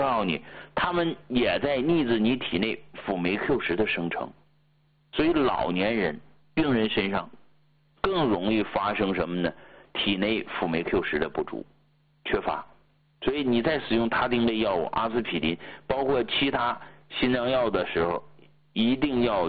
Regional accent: Heilongjiang, China; 你看我是东北人，黑龙江。对吧，咱们东北人，咱东北人心梗走的是最多的。

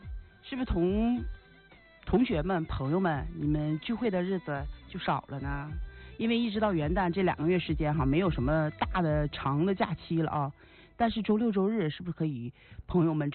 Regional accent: Northeast China, China; 在咱们东北人的饭局里啊，一半的灵魂都在凉菜里的

